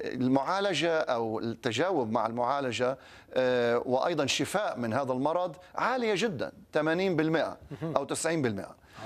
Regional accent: Lebanon; وأنا يعني أدرك جيدا كلبناني

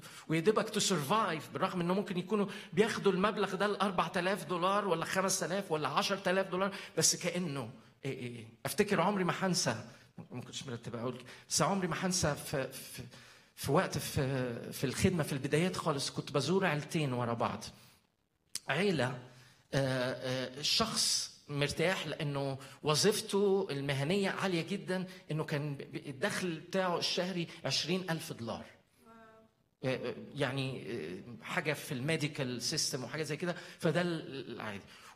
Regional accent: Egypt; moved away as an adult; أنا جاي من مصر كمان فريش

